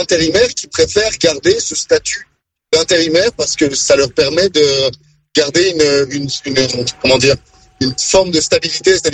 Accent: Belgium; C'est ce qu'on appelle chez nous

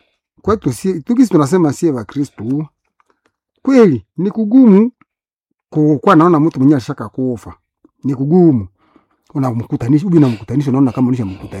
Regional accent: Butembo, North Kivu, DR Congo; born there; Kuna jamaa mingi tulizaliwa hapa Butembo.

